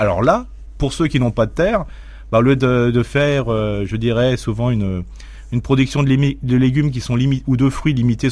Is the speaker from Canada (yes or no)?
no; Grand Est, France; on est alsacien